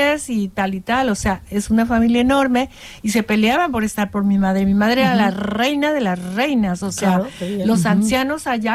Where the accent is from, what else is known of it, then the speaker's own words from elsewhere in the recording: Mexico; yo por ejemplo que soy mexicana, es parecido, bueno, igual en ese sentido.